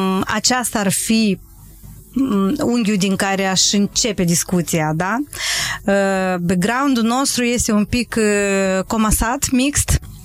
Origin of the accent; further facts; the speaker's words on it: Romania; noi întotdeauna am fost un spațiu, suntem români și punctum